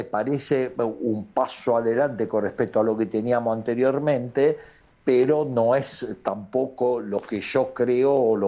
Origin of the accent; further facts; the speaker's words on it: Italy; now in Argentina; Yo lo digo como italiano, ¿no?, que vive desde el 83 acá en Argentina, si bien en diferentes periodos he ido y vuelto, y siempre vuelvo